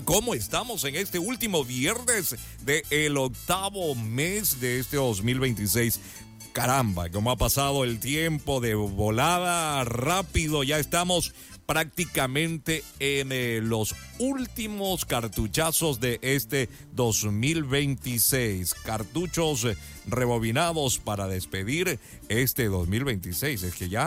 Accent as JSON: {"language": "Spanish", "country": "Ecuador", "said": "Y como buen ecuatoriano, usted y todos nosotros"}